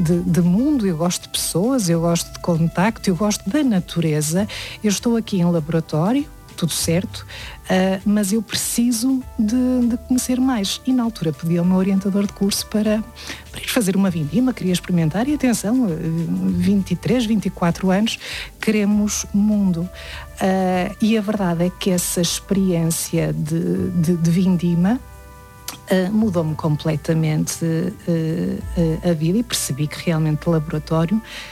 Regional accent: Santa Maria da Feira, Aveiro, Portugal; porque originalmente eu sou de Santa Maria da Feira

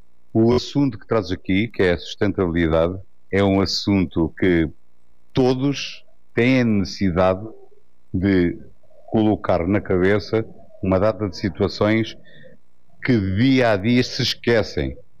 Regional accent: Portugal; bem-vindo à Encarnação, a minha terra onde eu sou natural e residente.

